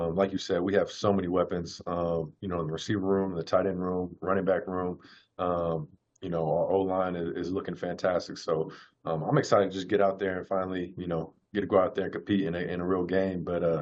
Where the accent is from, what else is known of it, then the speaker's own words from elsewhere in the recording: California, United States; And then me and Rome, I mean, we're both from Cali, and we train at the same place